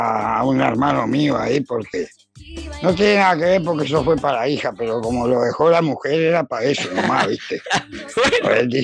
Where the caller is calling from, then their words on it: Las Piedras, Canelones, Uruguay; acá de las piedras.